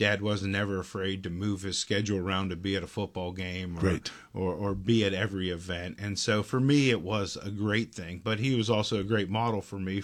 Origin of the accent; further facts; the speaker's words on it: Newcastle, Pennsylvania, United States; I grew up in Newcastle, Pennsylvania.